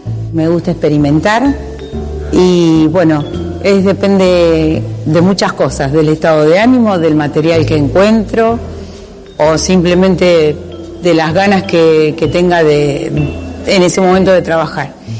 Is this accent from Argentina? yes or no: yes; Esperanza, Santa Fe, Argentina; soy de Esperanza y soy artista plástica.